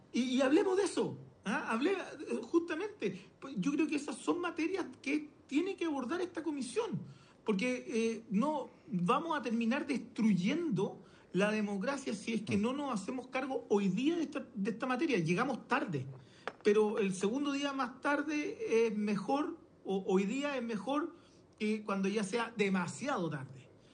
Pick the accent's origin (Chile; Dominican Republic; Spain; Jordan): Chile; Araucanía; Soy de la Araucanía.